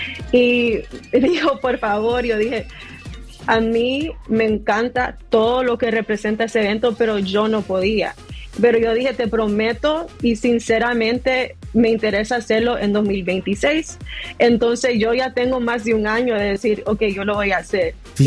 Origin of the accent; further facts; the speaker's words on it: United States; born there; soy gringa, ¿verdad? Pero no, culturalmente soy centroamericana, soy hondureña. Like, siempre crecí con esa cultura, aunque yo nací en los Estados Unidos.